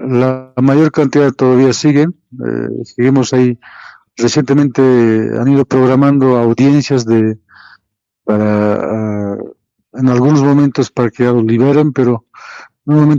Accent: Bolivia; Porque aquí somos bolivianos y entre bolivianos, en un diálogo sincero y claro, debemos debatirlo

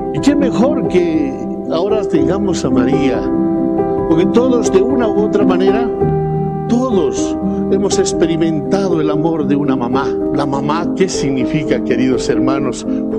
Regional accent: Bolivia

